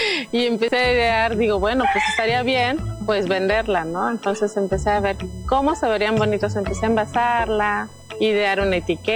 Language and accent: Spanish; Playa del Carmen, Quintana Roo, Mexico; porque aparte somos nativos de Playa del Carmen, pues todo el mundo nos conoce y todo el mundo nos recomienda.